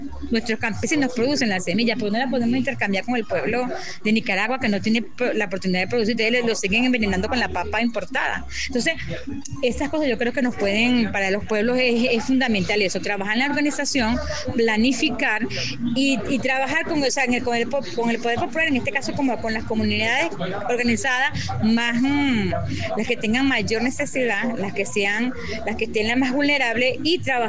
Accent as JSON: {"language": "Spanish", "country": "Venezuela", "said": "a veces los venezolanos somos como, porque tienen una mala impresión nuestra, ¿verdad? Pero nosotros somos hijos de Bolívar"}